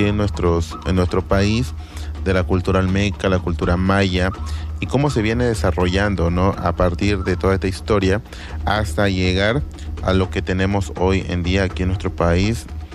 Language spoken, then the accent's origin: Spanish; Mexico